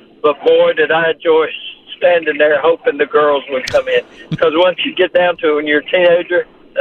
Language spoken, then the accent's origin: English; Nashville, Tennessee, United States; Do you want a little insight in … growing up in West Nashville?